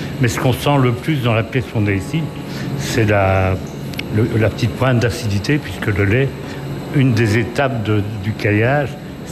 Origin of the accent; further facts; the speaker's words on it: Bastogne, Wallonia, Belgium; born there; also born or lived in Digny; Je suis flamand d'origine, né à Bastogne. J'habitais longtemps à Digny.